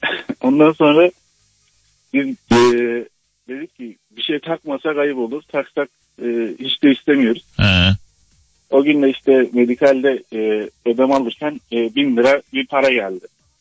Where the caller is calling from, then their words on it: Antalya, Turkey; Antalya'dan arıyorum ben.